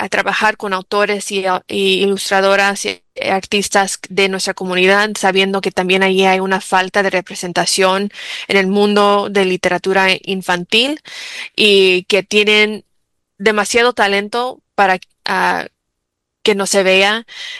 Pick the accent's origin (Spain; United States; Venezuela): United States; Chicago, Illinois; Yo crecí en una comunidad en Pilsen, y íbamos a la iglesia en español. Yo iba a una iglesia católica, en todo el barrio hablaba español.